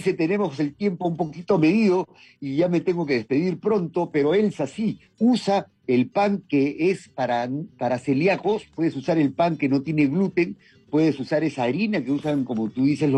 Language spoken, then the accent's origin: Spanish; Peru; Somos peruanos al comer ranfañote